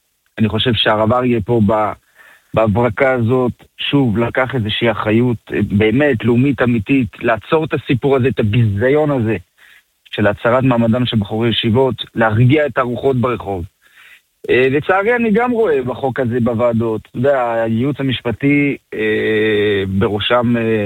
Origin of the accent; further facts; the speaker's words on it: France; now in Israel; אני עולה מצרפת.